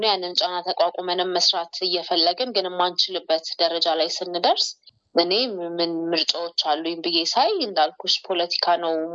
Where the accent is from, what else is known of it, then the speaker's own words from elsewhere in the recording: Addis Ababa, Ethiopia; እኔ እንግዲህ እዚሁ አዲስ አበባ ነው ተወልጄ ያደኩት።